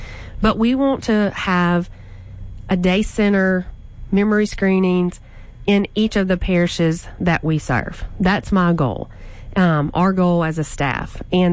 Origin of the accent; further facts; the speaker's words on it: Logansport, Louisiana, United States; So we're going to Logansport tomorrow, which is my hometown